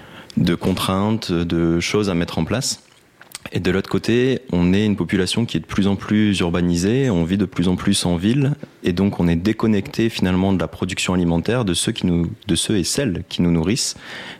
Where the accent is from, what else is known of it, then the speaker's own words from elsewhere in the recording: Dunkirk, Hauts-de-France, France; also born or lived in Lille; Donc j'étais dans le nord de la France, à Lille, puisque je suis originaire de Dunkerque.